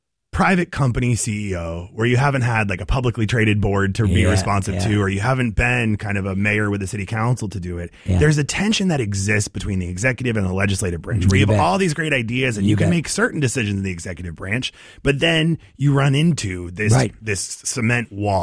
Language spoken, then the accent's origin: English; Maine, United States; You know, I'm from Maine.